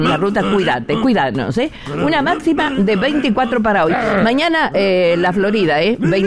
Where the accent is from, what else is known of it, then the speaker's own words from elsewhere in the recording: Argentina; gauchitos somos los argentinos